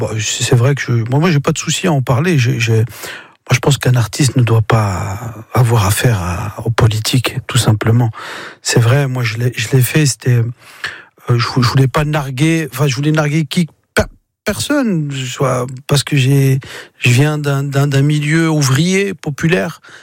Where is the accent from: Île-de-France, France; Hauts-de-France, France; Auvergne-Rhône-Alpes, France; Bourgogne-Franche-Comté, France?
Île-de-France, France; Mantes-la-Jolie; je viens de Mantes-la-Jolie, d'un milieu ouvrier.